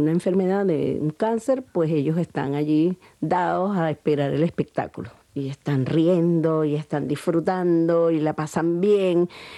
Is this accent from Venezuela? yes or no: yes; Caracas, Capital District, Venezuela; Yo soy de Caracas, pero la zona donde tengo el centro cultural es Chichiviriche